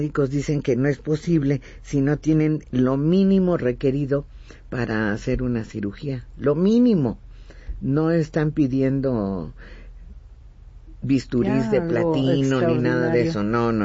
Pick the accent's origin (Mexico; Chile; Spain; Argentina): Mexico; para nosotros como mexicanos